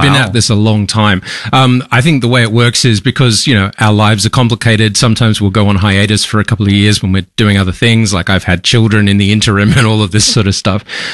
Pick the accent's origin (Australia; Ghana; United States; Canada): Australia; Also, we're Australian indie developers.